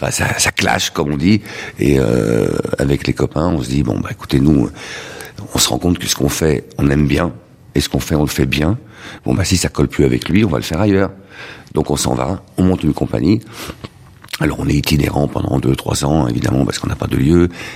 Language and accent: French; Lyon, Auvergne-Rhône-Alpes, France; il y a un ressenti quand on est lyonnais, qu'on a vécu, enfin qu'on a grandi dans le vieux Lyon au milieu de vieilles personnes.